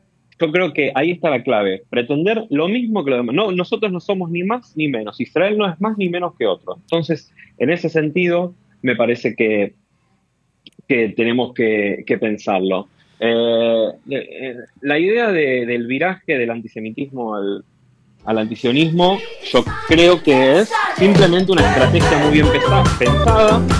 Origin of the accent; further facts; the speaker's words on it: Argentina; Nosotros somos judíos argentinos que amamos a la Argentina y que amamos a Israel